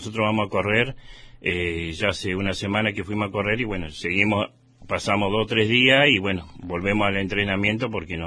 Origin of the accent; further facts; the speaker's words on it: Río Mayo, Chubut, Argentina; y salir a representar a mi pueblo, que yo nací acá, mis 50 años tengo mi madre acá